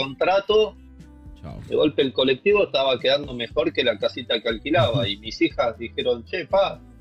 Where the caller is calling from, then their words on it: Don Torcuato, Buenos Aires Province, Argentina; en Buenos Aires. Estoy en Don Torcuato.